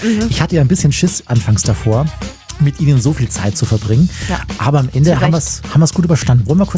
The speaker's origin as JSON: {"language": "German", "region": "Bavaria", "country": "Germany", "said": "Wir waren natürlich in meiner Heimat im Chiemgau."}